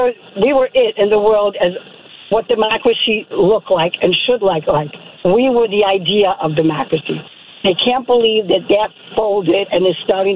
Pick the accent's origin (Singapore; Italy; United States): Italy; born there; English is a second language; I am from Europe. I was born in Italy. I have relatives in France.